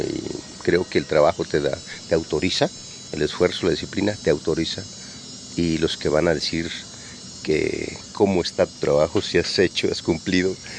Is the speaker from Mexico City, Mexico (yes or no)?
no; Guerrero, Mexico; en mi caso como guerrerense, además me considero como guerrerense echado para adelante, con trabajador, con mucho esfuerzo, todo lo que somos los guerrerenses